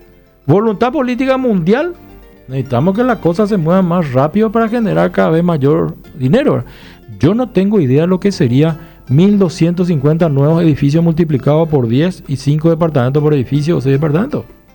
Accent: Paraguay; nosotros los paraguayos

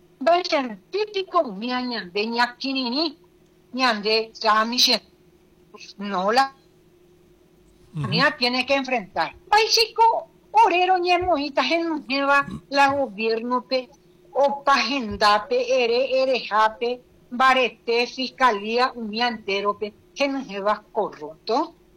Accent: Paraguay; Como mamá, como paraguaya.

